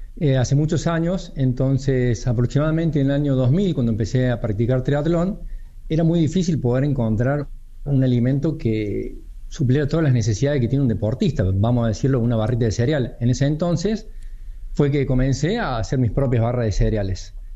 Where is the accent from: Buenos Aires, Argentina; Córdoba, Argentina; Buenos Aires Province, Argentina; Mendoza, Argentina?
Córdoba, Argentina; moved away as an adult; now in Villa Carlos Paz, Argentina; Soy de Córdoba, pero vivo en Villa de Paz hace 6 años ya.